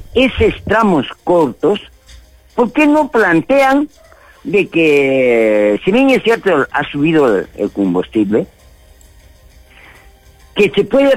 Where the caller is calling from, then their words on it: Arequipa, Peru; yo vivo en Parque Humachil.